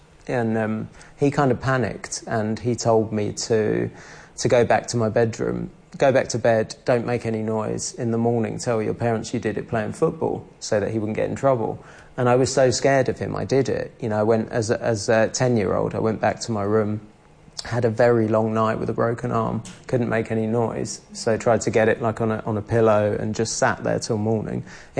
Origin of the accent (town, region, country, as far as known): London, United Kingdom; born or raised there